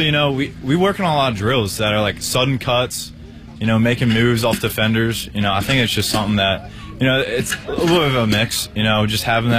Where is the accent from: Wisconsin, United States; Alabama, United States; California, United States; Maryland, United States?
Maryland, United States; I grew up a half hour from here, but it still feels like I'm, you know, playing for my hometown, kind of.